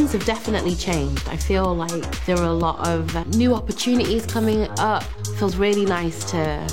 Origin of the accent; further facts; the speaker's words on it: the north of England, United Kingdom; accent: northern; I wanted to keep my northern accent